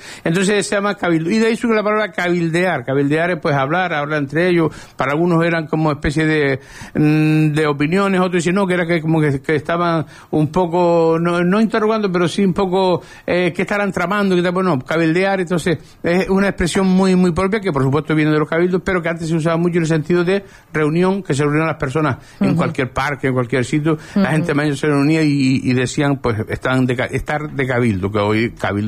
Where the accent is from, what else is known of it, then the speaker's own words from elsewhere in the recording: Lanzarote, Canary Islands, Spain; Nosotros tenemos muchísima influencia del portugués en Lanzarote y muchísima influencia del tema marinero.